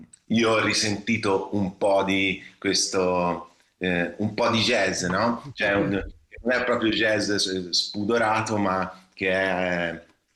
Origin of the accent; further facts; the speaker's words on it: Cecina, Tuscany, Italy; Io ho un fratello gemello che suona il trombone, che fa classica nelle orchestre, e siamo nati lì a Cecina, siamo cresciuti, diciamo, nella banda.